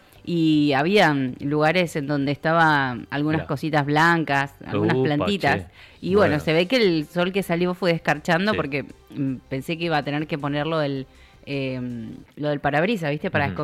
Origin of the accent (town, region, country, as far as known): Argentina